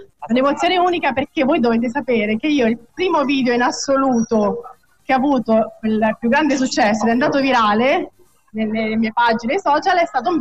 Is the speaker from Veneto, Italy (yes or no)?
no; San Benedetto del Tronto, Marche, Italy; also born or lived in Grottammare; io vengo da San Benedetto e Tronto, la mia città di origine, dove nasco, dove sono nata. A oggi sono un'operatrice al centro agroalimentare Riminese, quindi mi divido tra le Marche e l'Emilia Romagna.